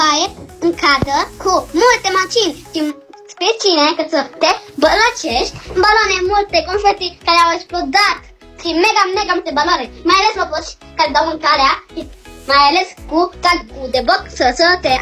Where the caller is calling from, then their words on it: Bucharest, Romania; din București, am 10 ani